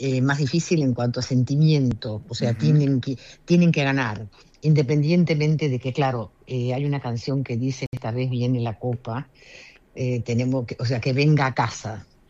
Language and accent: Spanish; Argentina; now in London, United Kingdom; Sí, pero yo soy argentina, así que no es tan tarde para